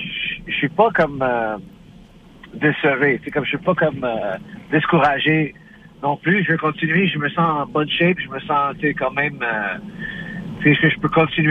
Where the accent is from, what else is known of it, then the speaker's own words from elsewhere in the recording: Montreal, Quebec, Canada; Et écoute, on vient de Montréal, c'est vraiment humide ici à Montréal.